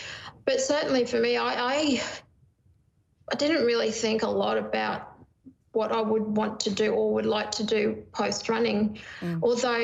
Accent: Queensland, Australia; also born or lived in Brisbane; as a little girl growing up in Queensland and then spending some of my teenage years in Brisbane

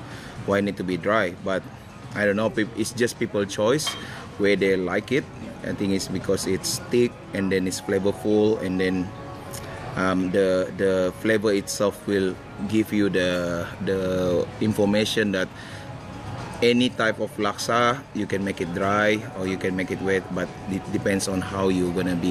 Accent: Malaysia; English is a second language; now in Melbourne, Australia; I grew up in Malaysia, and then I've been working in Melbourne.

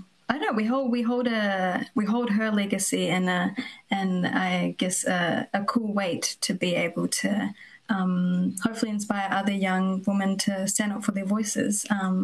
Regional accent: New Zealand; learning growing up in New Zealand, and being a young female

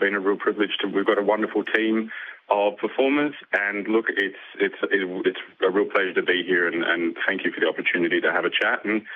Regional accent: Geelong, Victoria, Australia; I'm from Geelong, you know, regional Victoria, and it's not as prevalent in that area

